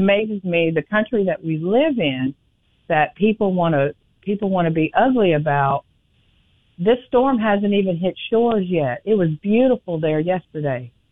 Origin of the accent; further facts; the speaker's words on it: Nashville, Tennessee, United States; moved away as an adult; now in Alabama, United States; I'm from Nashville. I grew up there.